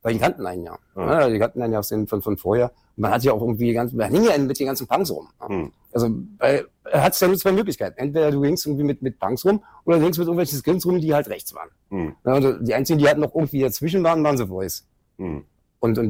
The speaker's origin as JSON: {"language": "German", "region": "Berlin", "country": "Germany", "tie": "born or raised there", "said": "Geboren in Schöneberg, groß geworden in Kreuzberg."}